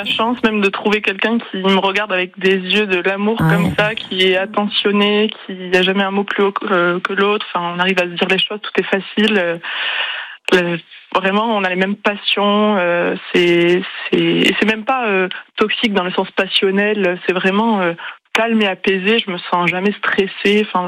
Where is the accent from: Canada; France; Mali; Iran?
France; Toulouse, Occitanie; now in Saint-Étienne, France; Non, moi je suis toulousaine, mais effectivement mon amoureux vit à Saint-Étienne